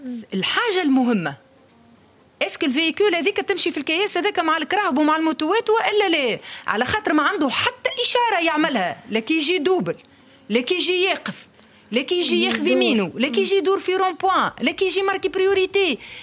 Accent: Sahel, Tunisia; عندنا في الساحل

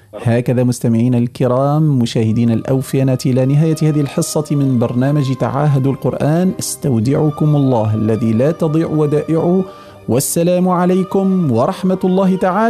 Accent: Tunisia; accent: Tunisian; احنا بلهجتنا التونسية

